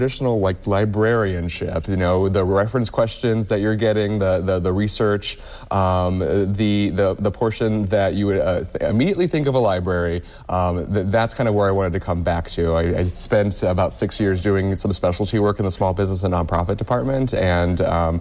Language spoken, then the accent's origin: English; Coldwater, Ohio, United States; also born or lived in 419 area code, northwest Ohio; I actually spent most of my life so far in the 419. I was originally from a small town called Coldwater, Ohio.